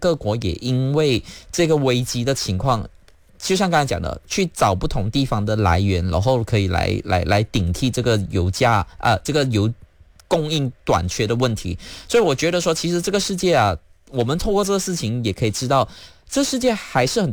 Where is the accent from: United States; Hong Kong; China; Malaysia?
Malaysia; 所以我常讲，我们马来西亚人真的相对幸福